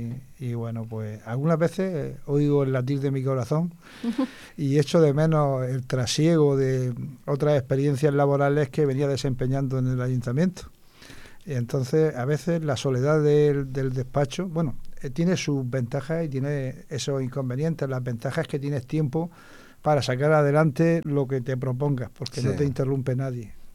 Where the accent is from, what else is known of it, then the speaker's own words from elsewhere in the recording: Archena, Region of Murcia, Spain; en mi pueblo natal, en Alchena